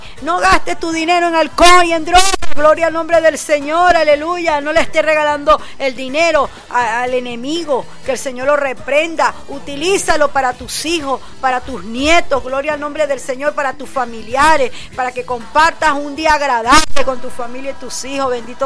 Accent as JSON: {"language": "Spanish", "country": "Venezuela", "said": "cuando nosotros amamos el país de Venezuela, amamos nuestro país donde nacimos, donde nacieron nuestros hijos, donde está nuestra familia"}